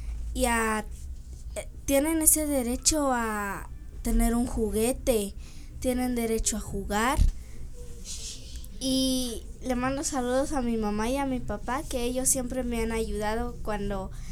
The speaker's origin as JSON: {"language": "Spanish", "town": "Santa Cruz Verapaz", "region": "Alta Verapaz", "country": "Guatemala", "said": "vengo del municipio de Santa Cruz, Alta Verapaz."}